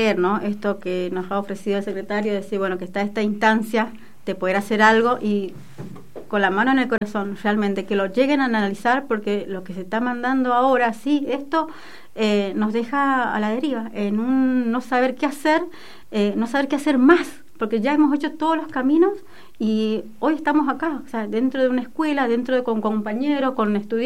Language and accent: Spanish; Argentina; also born or lived in Bolivia; desde los 3 años que estoy acá, pero siempre te han señalado como la boliviana.